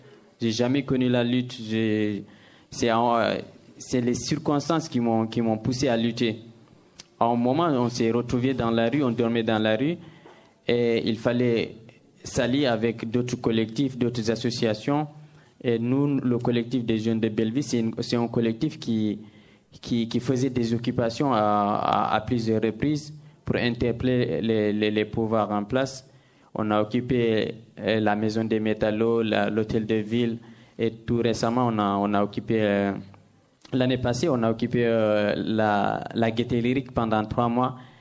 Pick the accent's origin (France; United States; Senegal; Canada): Senegal; moved away